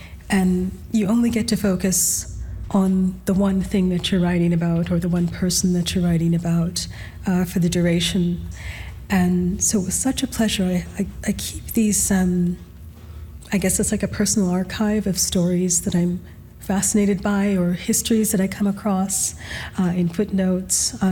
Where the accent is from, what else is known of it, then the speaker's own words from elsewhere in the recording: Alberta, Canada; And of course, I'm, you know, born and raised in Alberta.